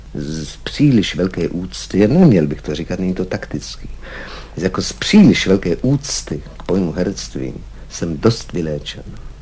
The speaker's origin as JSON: {"language": "Czech", "region": "Prague", "country": "Czechia", "tie": "born or raised there", "said": "Já jsem prostý chlapec ze Smeček, který se vyšvihl."}